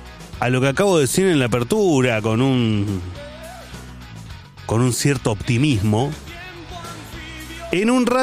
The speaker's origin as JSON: {"language": "Spanish", "country": "Argentina", "said": "como todo argentino de bien"}